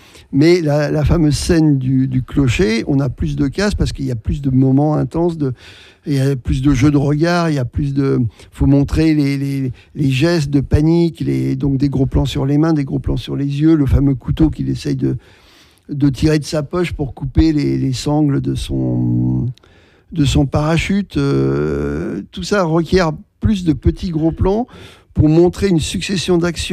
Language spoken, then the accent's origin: French; Normandy, France; Bon, moi en plus, je suis normand, donc le débarquement, ça me parle.